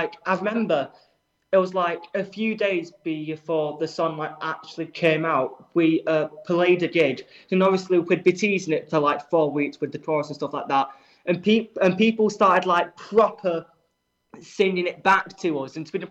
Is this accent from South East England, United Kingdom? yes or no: no; Manchester, North West England, United Kingdom; I'm from Manchester, but I went to London, which is like a 6-hour drive to see him.